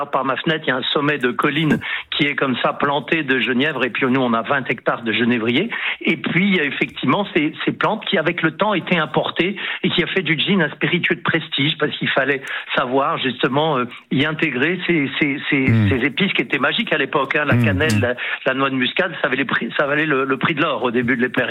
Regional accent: France; Et alors, je vais vous le dire, en plus, en tant que Français, un petit coup de cocorico très rapide.

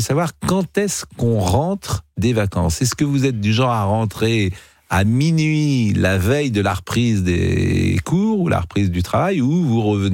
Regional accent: Nantes, Pays de la Loire, France; moved away as an adult; now in Paris, France; en 86, moi, c'est une année importante pour moi, parce que j'ai quitté Nantes, j'ai quitté mon papa et ma maman.

